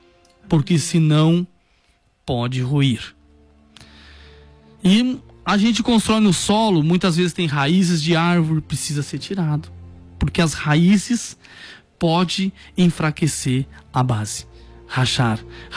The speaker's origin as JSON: {"language": "Portuguese", "country": "Brazil", "said": "nós, como brasileiro"}